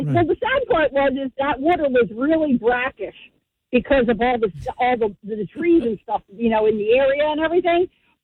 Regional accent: Stratford, New Jersey, United States; also born or lived in Philadelphia; So I was born in Northeast Philly, but my mom's a South Jersey girl. So I was raised in South Jersey.

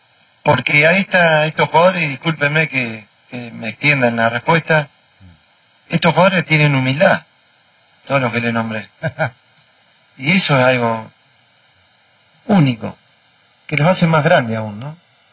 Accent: Argentina; yo me pone muy feliz porque como argentino después de Maradona, que haya salido él

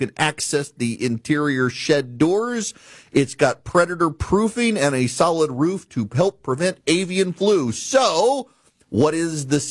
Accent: Dubai, United Arab Emirates; born or raised there

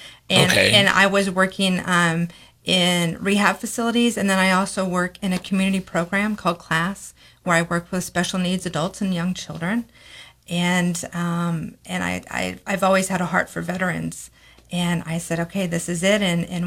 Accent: Dallas, Texas, United States; And I grew up in the Dallas area, and the two places, it was New York and LA, no thank you

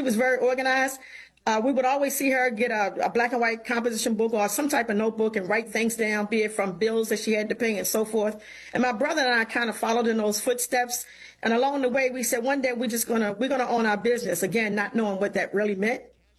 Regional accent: Richmond, Virginia, United States; Certainly, I'm from Richmond, Virginia.

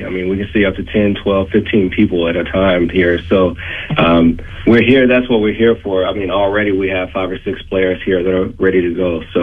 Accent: Muscle Shoals, Alabama, United States; moved away as an adult; also born or lived in Laurel, Mississippi; now in Jackson, United States; No, I'm from Muscle Shoals, Alabama. So I'm from the neighboring state.

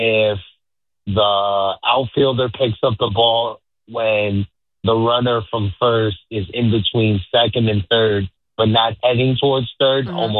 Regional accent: Queens, New York, United States; I was in four boroughs today and one day because I'm from Jamaica, Queens.

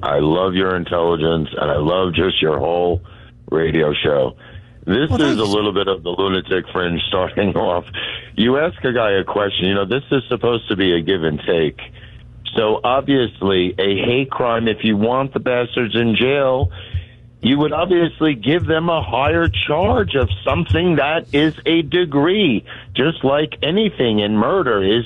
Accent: New York, United States; I'm from Long Island.

